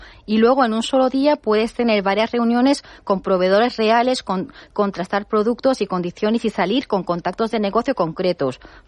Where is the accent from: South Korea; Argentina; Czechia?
South Korea; now in Spain; coreanos. O sea, tenemos mucho interés en España y yo quería que también los españoles tuvieran interés en mi país.